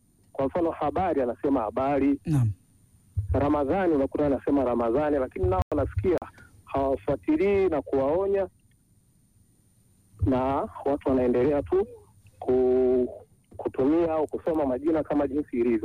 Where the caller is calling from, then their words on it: Iwawa, Njombe, Tanzania; natokea Iwawa.